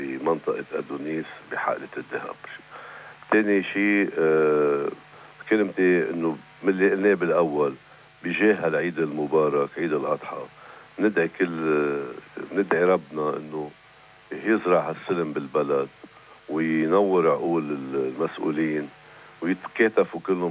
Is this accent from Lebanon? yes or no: yes; Lebanon; عندنا بلبنان.